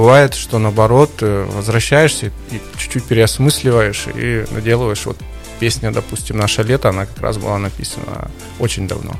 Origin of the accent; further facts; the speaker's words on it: Sakhalin Oblast, Russia; Да, я с Сахалина, мне 39 лет